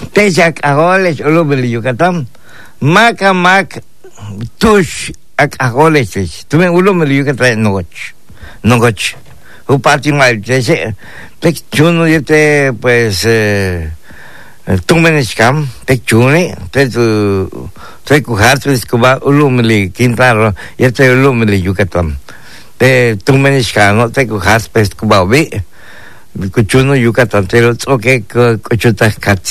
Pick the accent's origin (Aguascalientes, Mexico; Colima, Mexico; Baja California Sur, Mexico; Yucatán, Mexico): Yucatán, Mexico; also born or lived in Quintana Roo; Yo soy orgullosamente yucateco, dignamente quintanarroense.